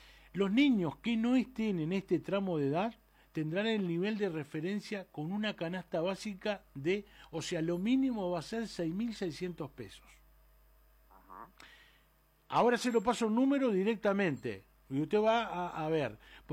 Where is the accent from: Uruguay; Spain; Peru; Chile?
Uruguay; Somos uruguayos, doctor.